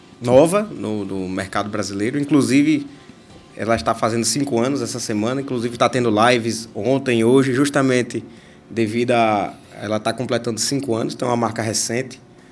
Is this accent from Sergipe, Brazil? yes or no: yes; Lagarto, Sergipe, Brazil; Então, eu sou daqui de Lagarto